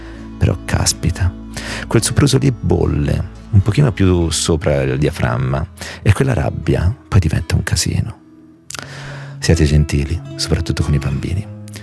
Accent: Genoa, Liguria, Italy; Sì, sì, sì, sì, sì, anche da genovese

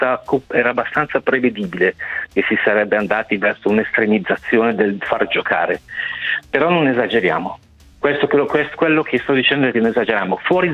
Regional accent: Como, Lombardy, Italy; essendo comasco

